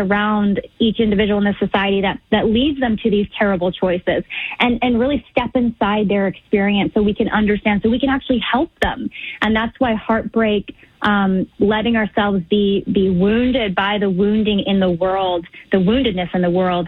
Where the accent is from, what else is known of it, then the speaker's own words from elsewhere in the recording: San Jose, California, United States; 10 miles from where I grew up in San Jose, California